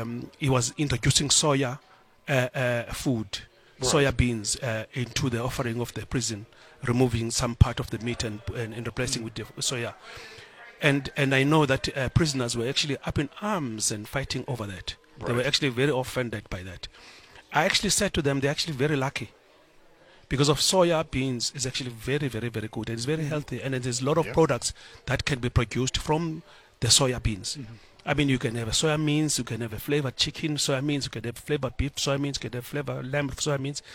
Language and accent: English; Eastern Cape, South Africa; I grew up in the Eastern Cape also myself in the rural. I've never knew this thing was a profession.